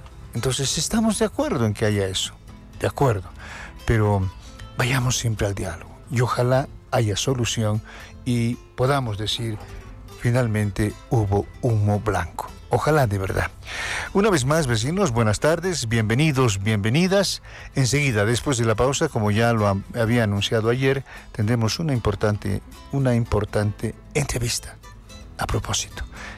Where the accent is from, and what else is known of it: Bolivia